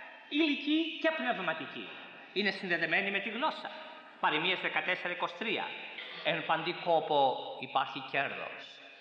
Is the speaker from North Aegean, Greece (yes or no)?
no; Corfu, Ionian Islands, Greece; στο νησί μου στην Κέρκυρα